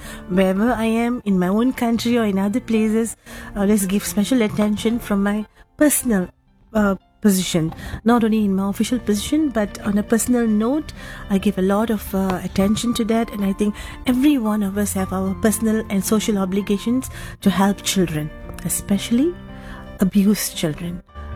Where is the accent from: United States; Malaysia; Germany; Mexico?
Malaysia; now in Chennai, India; I'm a Malaysian Consul General in Chennai.